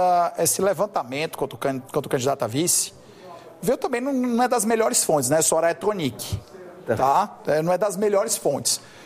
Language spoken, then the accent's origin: Portuguese; Ceará, Brazil; porque o pessoal tenta empurrar o Ciro Gomes para dizer que é cearense da minha terra, não, toma para vocês São Paulo, que ele é daqui.